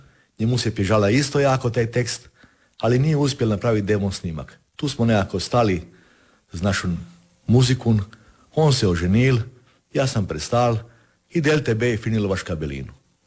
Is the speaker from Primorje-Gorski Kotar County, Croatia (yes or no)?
yes; Kostrena, Primorje-Gorski Kotar County, Croatia; To je kostrene kada je sad Ina i moje rodno selo je tako reći zrušeno. 50 kuća je zrušeno kada je tamo se Ina širila.